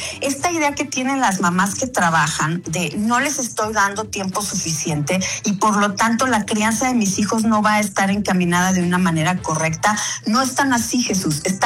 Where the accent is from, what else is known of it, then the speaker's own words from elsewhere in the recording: Mexico; nosotros como mexicanos festejamos